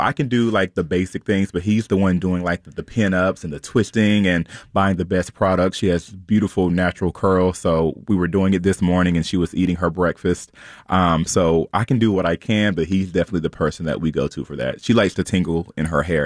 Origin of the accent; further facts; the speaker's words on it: North Carolina, United States; I'm from North Carolina and I never saw Hillsborough being as progressive as I guess that it is now.